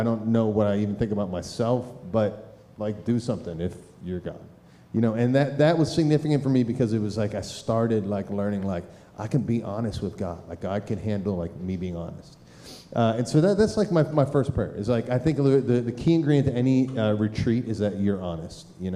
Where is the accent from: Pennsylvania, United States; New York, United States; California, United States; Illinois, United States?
Pennsylvania, United States; Philadelphia; I grew up in Philadelphia.